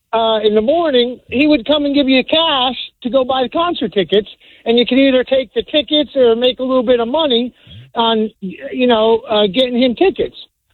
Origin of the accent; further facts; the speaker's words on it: New Jersey, United States; When I was a kid growing up in North Jersey, we used to have a good lick.